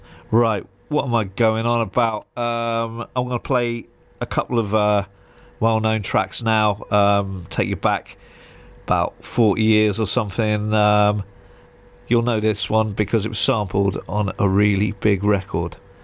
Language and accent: English; South East England, United Kingdom; moved away; my hometown back in Berkshire